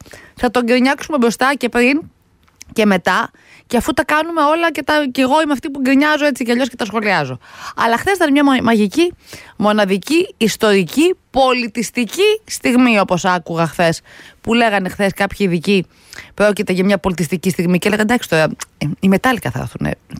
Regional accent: Peloponnese, Greece; Εν τω μεταξύ, by the way, που λένε και στο χωριό μου την Πελοπόννησο.

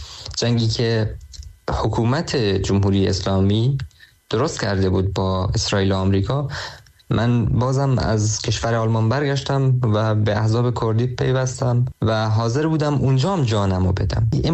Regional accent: Saqqez, Kurdistan, Iran; moved away as an adult; برگردم شهر خودم سقز،

